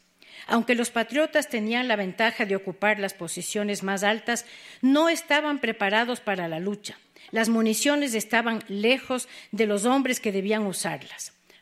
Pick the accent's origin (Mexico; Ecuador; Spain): Ecuador; Quito, Pichincha; Como quiteños, desbordamos un especial orgullo frente a los acontecimientos dados en esta región geográfica de América y del Ecuador.